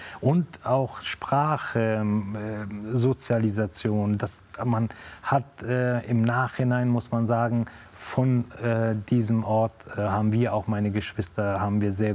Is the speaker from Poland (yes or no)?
no; Kabul, Afghanistan; In diesem sind wir noch dort in Kabul aufgewachsen und man konnte da noch leben.